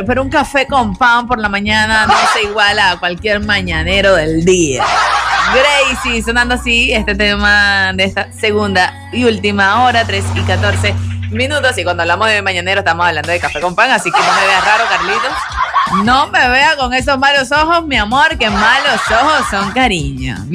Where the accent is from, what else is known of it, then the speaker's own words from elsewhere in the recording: Venezuela; nosotros como buen venezolano